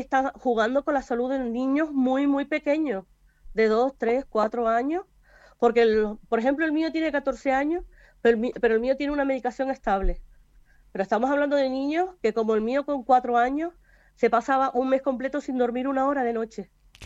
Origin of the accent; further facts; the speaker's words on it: Canary Islands, Spain; yo soy de Quiricó.